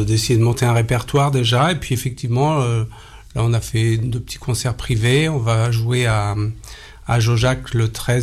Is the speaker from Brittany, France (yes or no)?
yes; Brittany, France; Non, moi je viens de Bretagne, ouais.